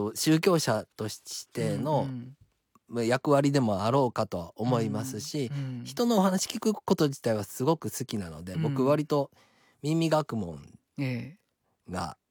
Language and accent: Japanese; Kansai, Japan; accent: Kansai dialect; 僕、ね、関西弁がちょっときついので、